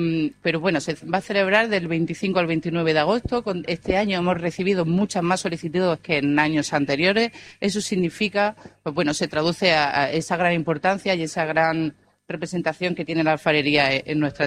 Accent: Almería, Andalusia, Spain; Almería es mi tierra, los almerienses son mi gente y es mi vida.

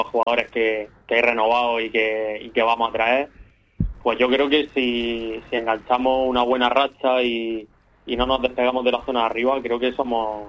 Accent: Pulpí, Andalusia, Spain; seguir ayudando aquí al club de mi pueblo

